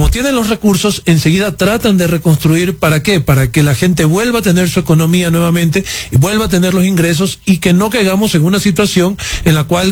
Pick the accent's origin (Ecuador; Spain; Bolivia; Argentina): Ecuador; somos más ecuatorianos